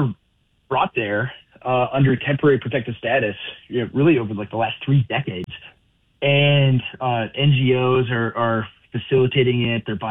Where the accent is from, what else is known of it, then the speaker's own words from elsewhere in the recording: Minnesota, United States; in my home state of Minnesota